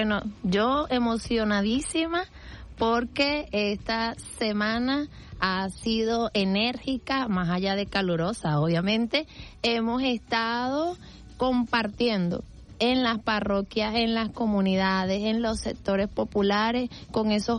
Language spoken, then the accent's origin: Spanish; Venezuela; los que somos venezolanos